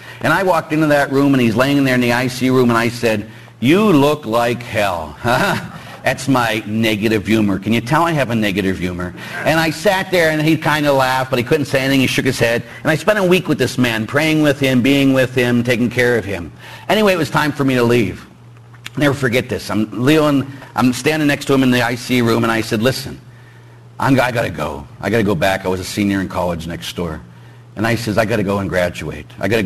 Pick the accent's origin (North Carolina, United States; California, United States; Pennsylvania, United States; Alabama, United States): Pennsylvania, United States; Pittsburgh; Again, came clear to me years ago, of course I'm from Pittsburgh, as everybody knows, and both my parents were cops.